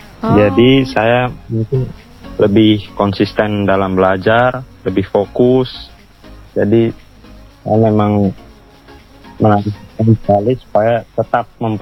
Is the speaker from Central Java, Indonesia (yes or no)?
yes; Central Java, Indonesia; Saya asli dari Jawa Tengah.